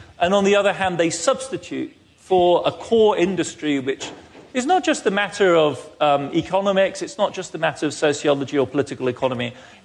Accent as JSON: {"language": "English", "country": "Germany", "tie": "born or raised there", "said": "And this is a familiar problem to Europeans. I grew up in Germany."}